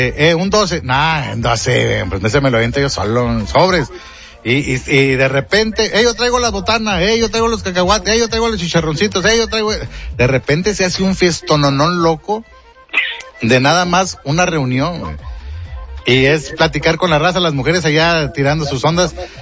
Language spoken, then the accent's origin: Spanish; Monterrey, Nuevo León, Mexico; Si somos regios, a la gente de otras partes les cae gordo, pero tenemos una ciudad bien bonita.